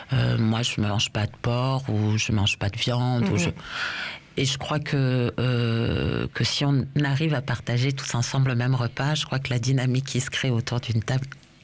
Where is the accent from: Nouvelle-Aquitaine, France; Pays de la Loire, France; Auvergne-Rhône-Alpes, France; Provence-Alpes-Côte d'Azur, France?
Provence-Alpes-Côte d'Azur, France; Briançon; Et puis moi, après, j'ai grandi aussi à la frontière italienne. Moi, je suis née, j'ai grandi à Briançon. Donc, on n'est pas très, très loin. On est à une petite heure, toute, toute petite heure de route de Turin.